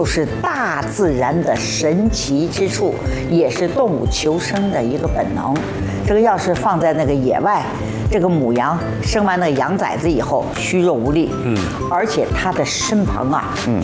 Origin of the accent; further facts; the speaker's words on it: Shanghai, China; accent: Shanghainese; 我们上海话叫牛龙松，就是肉馅儿。